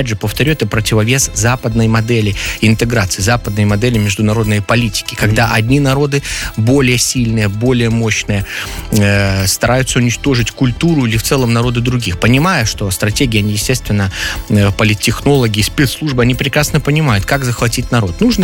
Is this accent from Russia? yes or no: no; Belarus; одна из основных таких причин, почему мы сегодня белорусы, имеем свою собственную страну, живем по своим собственным законам и движемся по своему собственному белорусскому пути развития